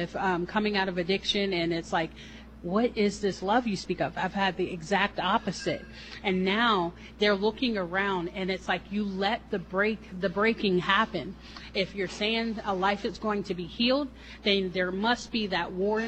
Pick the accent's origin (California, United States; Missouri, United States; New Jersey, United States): New Jersey, United States; I'm from New Jersey, and I'm now going on a 15-day backpacking trip because I came in the summer